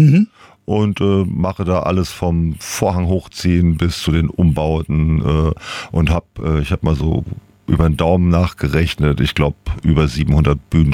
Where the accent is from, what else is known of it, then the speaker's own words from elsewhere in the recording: Giessen, Hesse, Germany; Ich komme aus Gießen, genau, wo Büchner ja auch mal studiert hat.